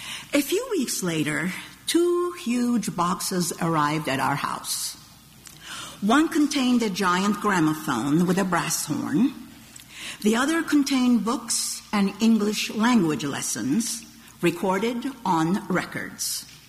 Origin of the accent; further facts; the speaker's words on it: Turkey; when I was growing up in Turkey